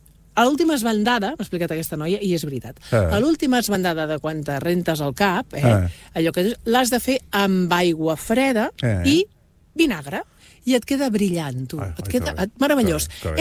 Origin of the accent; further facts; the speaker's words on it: Catalonia, Spain; Perquè som catalans.